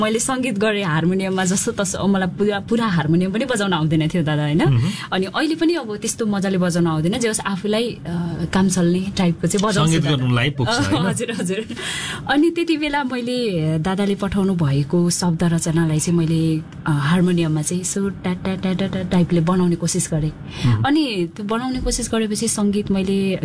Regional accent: Koshi Province, Nepal; moved away as an adult; now in Kathmandu, Nepal; Serofero Jhapa.

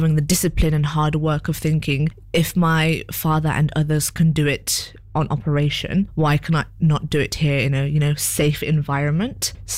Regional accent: United Kingdom; born there; I'm a British born Nepali.

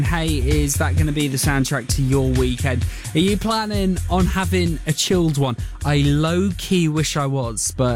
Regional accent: Dorset, South West England, United Kingdom; moved away; I've got to drive 2.5, nearly 3 hours to go down to Dorset. I'm from Dorset, so I can do that accent.

